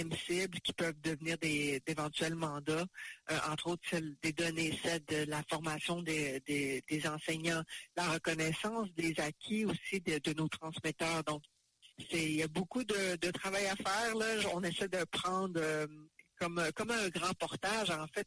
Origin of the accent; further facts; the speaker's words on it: Mashteuiatsh, Quebec, Canada; Pour moi, je suis Innu de Mashtuyat.